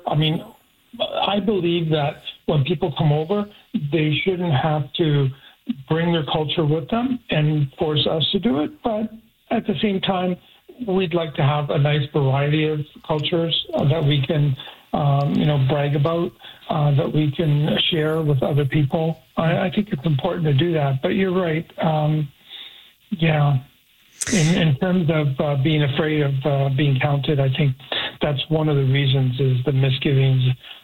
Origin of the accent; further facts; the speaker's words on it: Lebanon; moved away; I'm from Lebanon, but I've lived here for 62 years.